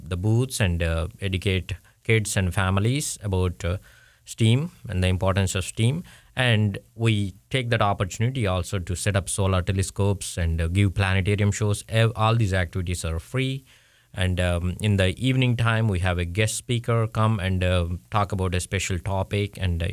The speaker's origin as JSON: {"language": "English", "country": "India", "tie": "born or raised there", "moved": "yes", "said": "Growing up in India in dark nights without electricity and all that, we used to sleep outside and look at the stars"}